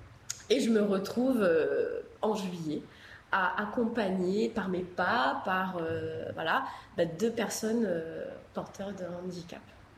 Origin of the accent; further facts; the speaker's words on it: Réunion, France; Et je me suis dit, non, moi je suis française, et en plus de la Réunion